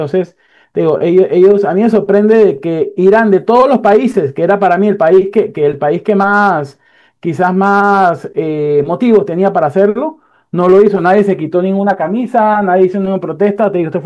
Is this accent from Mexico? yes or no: no; Costa Rica; Yo que soy costarricense